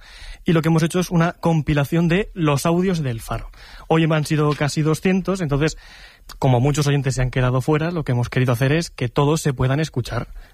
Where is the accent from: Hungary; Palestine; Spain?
Spain; Villanueva de la Jara, Castilla-La Mancha; Yo soy de Villanueva de la Jara, en Cuenca.